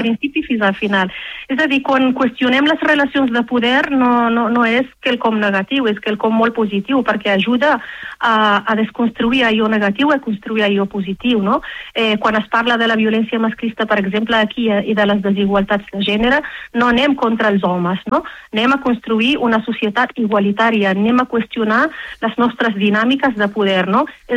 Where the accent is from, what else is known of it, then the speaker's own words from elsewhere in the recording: Rif, Morocco; de la cultura amazic, de la llengua amazic, del Rif, que és el meu poble d'origen, no?